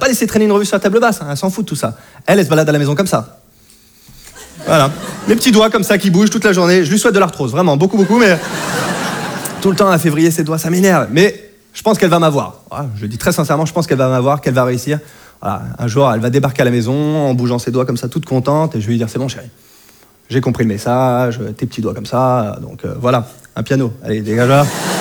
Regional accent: Hauts-de-France, France; parce que chez moi, en Picardie, vous en doutez, entre voisins, il y a de l'ambiance.

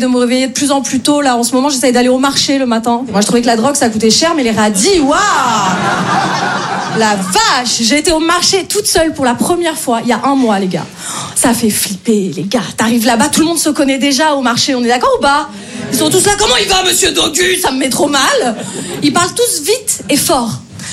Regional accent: Paris, Île-de-France, France; Je me présente … moi je viens de Paris.

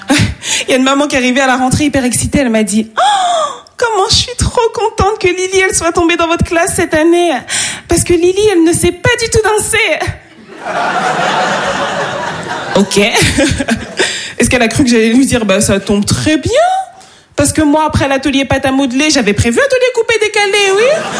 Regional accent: Île-de-France, France; born there; C'est peut-être parce que je suis née dans le Val d'Oise.

